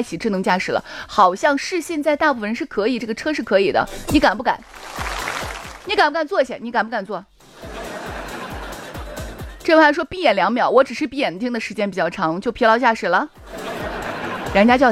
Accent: Shaanxi, China; 尤其是对于我们陕西人看了一眼我都想笑。

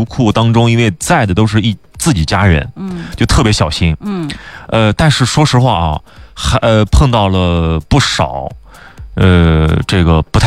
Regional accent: Xinjiang, China; 作为一个土生土长从小在新疆长大的一个男孩子啊，我是有去过很多非常美的地方

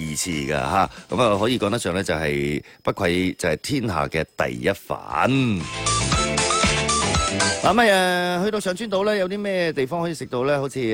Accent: Guangdong, China; 我哋老广舌尖上嘅海味盛宴啦。

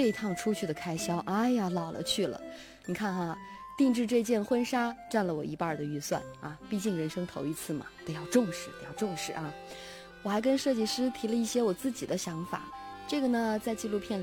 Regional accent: Xinjiang, China; now in Beijing, China; 因为我爱新疆啊，虽然北京也很好，但是我性格中的很多东西都是我的家乡带给我的

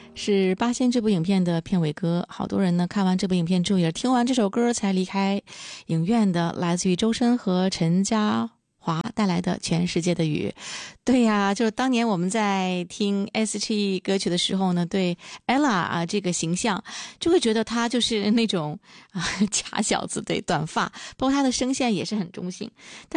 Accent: Dalian, Liaoning, China; 甚至是编剧导演都是咱们大连人

